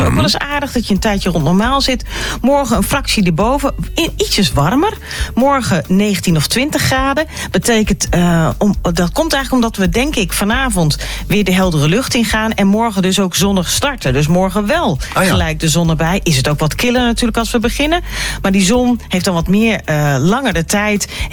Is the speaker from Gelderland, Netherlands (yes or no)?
no; Eindhoven, North Brabant, Netherlands; born there; Eindhoven